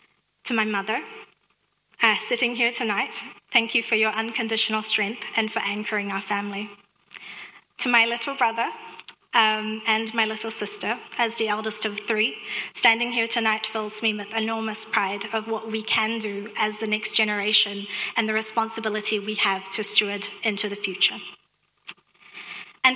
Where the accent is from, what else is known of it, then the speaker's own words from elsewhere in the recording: Maldives; first language Dhivehi; English is a second language; I will first share this in Divehi, my mother tongue.